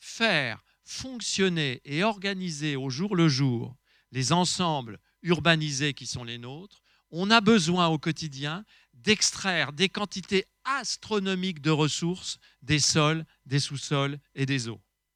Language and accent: French; Lyon, Auvergne-Rhône-Alpes, France; Je viens de Lyon